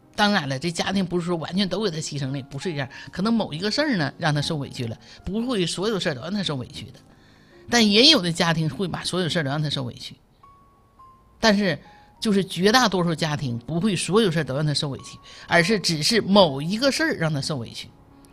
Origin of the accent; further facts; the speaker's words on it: Jinzhou, Liaoning, China; 我就生在锦州嘛哈，那儿叫南大坝，